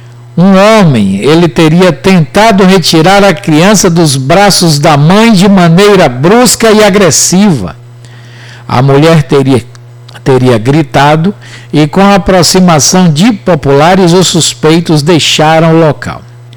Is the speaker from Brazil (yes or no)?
yes; Maragogipe, Bahia, Brazil; Maragogipe, Bahia, minha terrinha.